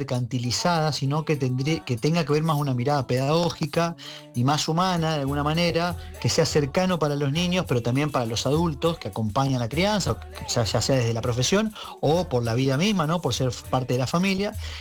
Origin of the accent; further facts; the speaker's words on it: interior, Argentina; A mí me pasa, bueno, acá yo soy del interior y cuando vengo a Buenos Aires tengo mi propio acento de mis pagos, de mis tierras.